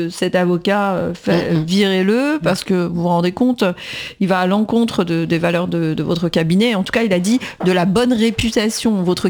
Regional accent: Argenteuil, Île-de-France, France; un ami d'enfance, on a grandi ensemble à Argenteuil, Maître Amida.

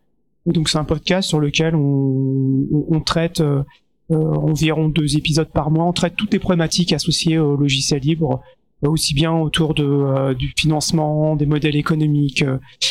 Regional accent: France; en tant que Français, j'étais super intéressé de discuter avec des Suisses

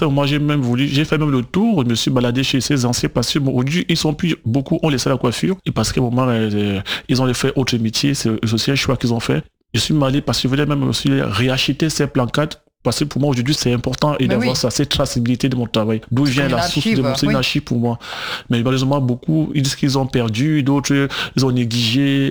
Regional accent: Port-Gentil, Ogooué-Maritime, Gabon; born there; Comme vous avez dit au début, je suis né à Port-Gentil, mais de parents camerounais.

